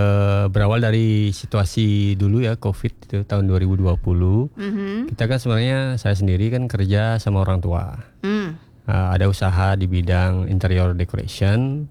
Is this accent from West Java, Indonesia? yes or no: no; Petang, Bali, Indonesia; desa saya di Petang